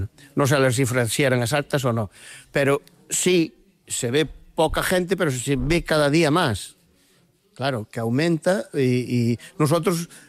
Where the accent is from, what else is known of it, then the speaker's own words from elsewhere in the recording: Sandiás, Galicia, Spain; soy natural de Sandiás